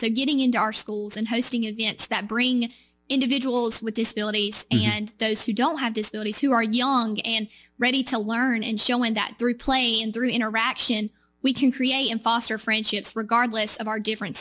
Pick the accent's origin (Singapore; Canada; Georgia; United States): United States; Sampson County, North Carolina; I'm still representing my community in my hometown of Sampson County